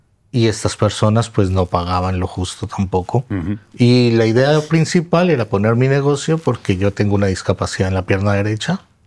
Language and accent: Spanish; Colombia; also born or lived in Argentina; now in Spain; Soy de Colombia.